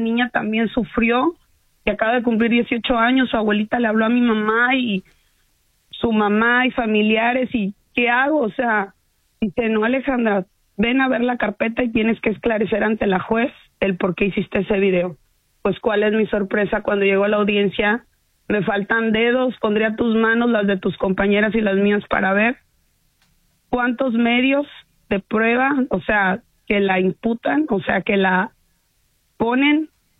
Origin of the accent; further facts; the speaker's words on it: Ciudad Mante, Tamaulipas, Mexico; Yo estoy a tres horas, yo soy de Ciudad Mante.